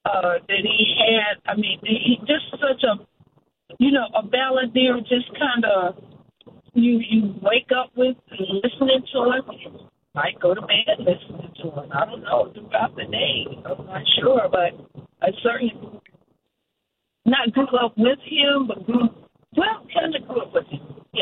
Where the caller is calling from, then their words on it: Stone Mountain, Georgia, United States; I'm calling from Stone Mountain.